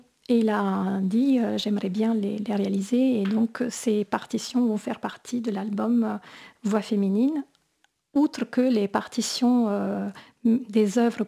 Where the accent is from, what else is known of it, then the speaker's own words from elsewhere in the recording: Bari, Apulia, Italy; voilà, je suis de Bari.